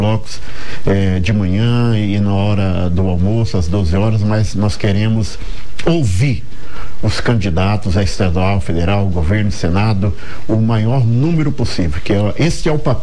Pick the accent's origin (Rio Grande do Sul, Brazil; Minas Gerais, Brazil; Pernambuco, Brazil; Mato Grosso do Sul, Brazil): Mato Grosso do Sul, Brazil; Campo Grande; A gente cresceu em Campo Grande.